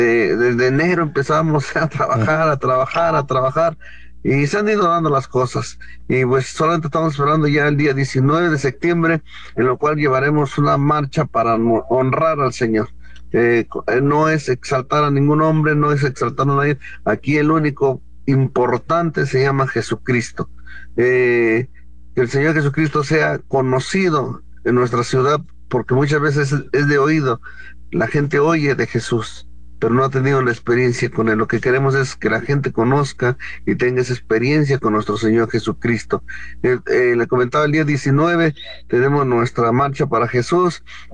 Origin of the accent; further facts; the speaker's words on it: Mexico; now in Tula, Mexico; lejos de ser cristianos, somos mexicanos también, ¿verdad? Somos mexicanos